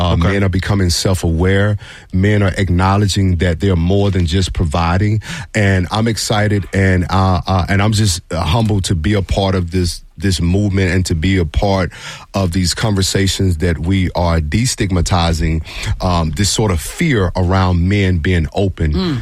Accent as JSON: {"language": "English", "region": "Mississippi", "country": "United States", "moved": "yes", "said": "you know we're from, you know we're from Mississippi"}